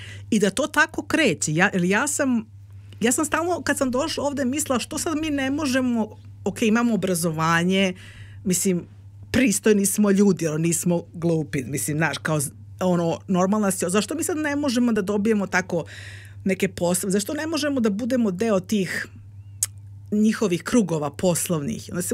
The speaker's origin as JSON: {"language": "Serbian", "region": "Belgrade", "country": "Serbia", "tie": "born or raised there", "said": "sam odrasla u Beogradu na Petlom brdu, koga briga sad Petlom brdu, mislim, na kraj sveta"}